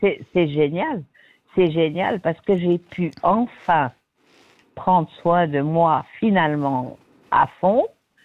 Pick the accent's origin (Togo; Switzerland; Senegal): Switzerland; je suis dans un pays libre, je suis suisse, je ne suis pas à vendre et je défends mon patrimoine, je défends ma Suisse